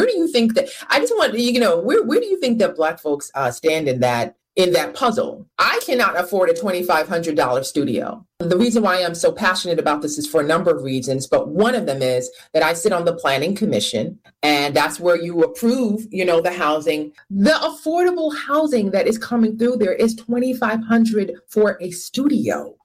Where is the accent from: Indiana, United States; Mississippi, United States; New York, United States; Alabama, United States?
New York, United States; Brownsville; I didn't grow up with a silver spoon. I grew up in Brownsville, right? With most of the time with a single mother.